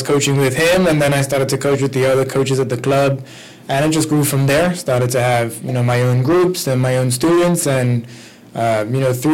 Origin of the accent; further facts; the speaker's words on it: Bermuda; But I'm from Bermuda. Flew in from Bermuda.